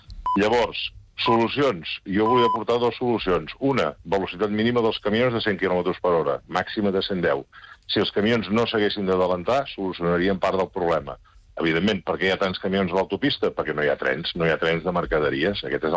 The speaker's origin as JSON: {"language": "Catalan", "town": "Girona", "region": "Catalonia", "country": "Spain", "said": "Sí, sóc de Girona."}